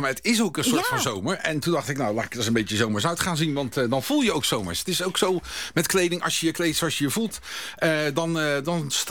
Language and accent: Dutch; Netherlands